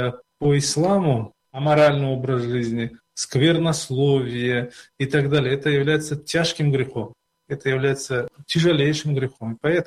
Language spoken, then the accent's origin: Russian; Kizlyar, Dagestan, Russia; also born or lived in Kizilyurt; Я человек, который родился в Кизилюрте, а всю сознательную жизнь прожил в Кизляре.